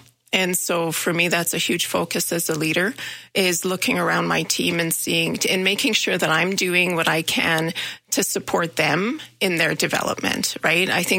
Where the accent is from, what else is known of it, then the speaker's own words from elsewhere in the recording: Manitoba, Canada; moved away as an adult; now in Calgary, Canada; I'm originally from Manitoba, and I came to SAIT, and I remember driving to Calgary. And so everything's new. I didn't know anybody. Went to SAIT for aircraft maintenance, and then ended up staying here in Calgary and working in Calgary.